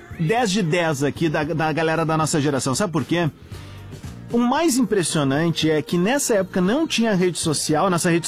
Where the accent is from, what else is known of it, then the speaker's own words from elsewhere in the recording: Viamão, Rio Grande do Sul, Brazil; also born or lived in Cerro Largo, Brazil; eu me criei em Viamão, né? Então, eu sou um nascido em Cerro Largo, meu coração Cerro Larguense, mas também um viamonense convicto